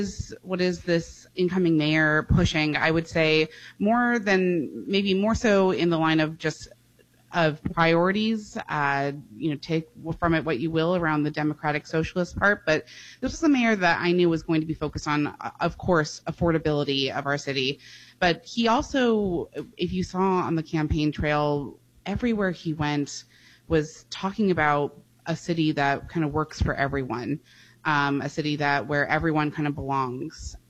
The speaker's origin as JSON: {"language": "English", "region": "New York", "country": "United States", "said": "I saw as a New Yorker that this incoming mayor was bringing to the table."}